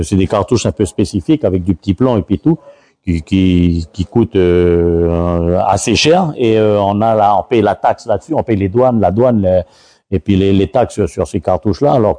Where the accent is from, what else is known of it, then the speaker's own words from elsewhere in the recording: New Caledonia; quand on est calédonien